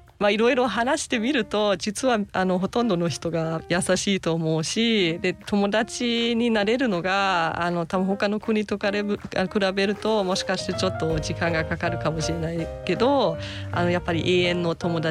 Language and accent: Japanese; southern Germany, Germany; Japanese is a second language; moved away as an adult; now in Japan; 生まれ育った地域も東北との共通点がすごく多くて